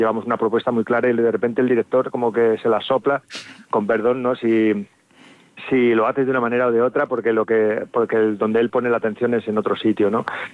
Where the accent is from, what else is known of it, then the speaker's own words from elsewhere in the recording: Salamanca, Castile and León, Spain; also born or lived in Valencia; nací en Valencia, pero vamos, me he criado en Salamanca desde pequeño, ¿sabes? Desde el año 1, ¿sabes? Desde el año 2 que tenía mejor, cuando llegué a Salamanca. O sea, que vamos, que soy charro también. Digo también porque, bueno, tengo mi familia valenciana